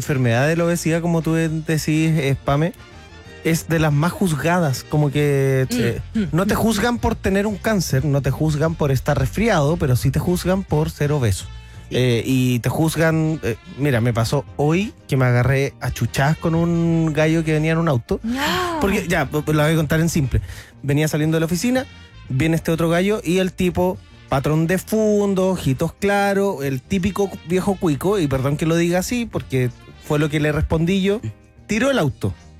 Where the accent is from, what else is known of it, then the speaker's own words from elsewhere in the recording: Chile; soy más chileno.